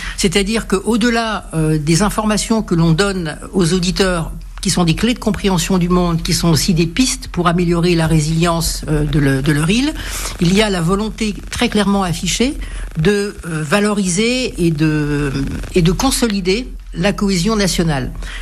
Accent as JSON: {"language": "French", "town": "Saint-Florent", "region": "Corsica", "country": "France", "tie": "born or raised there", "said": "Donc, ben moi, je suis de Saint-Florent, donc Saint-Florent, le plus beau village de Corse"}